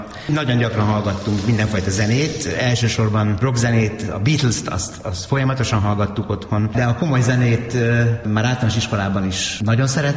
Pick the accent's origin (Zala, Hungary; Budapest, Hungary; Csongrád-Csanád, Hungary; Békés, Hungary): Budapest, Hungary; Igen, Budafokon nőttem fel.